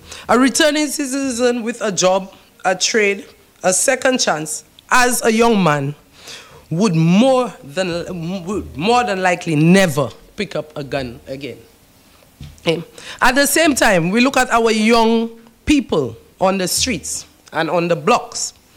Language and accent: English; St. Lucia; like Anslery, my hometown, that our community is safe